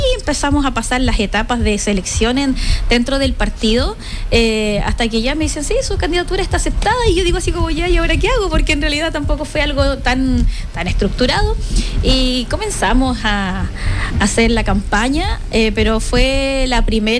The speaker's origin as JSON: {"language": "Spanish", "town": "San Pedro de la Paz", "region": "Biobío", "country": "Chile", "tie": "born or raised there", "said": "nací y malcriada en San Pedro, yo creo que eso es lo que me acerca bastante a la comuna. Soy mamá, tengo un par de varones"}